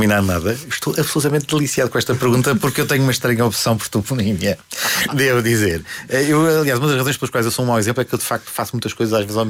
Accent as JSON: {"language": "Portuguese", "region": "Lisbon", "country": "Portugal", "tie": "born there", "said": "gosto muito das coisas da cidade de Lisboa onde nasci"}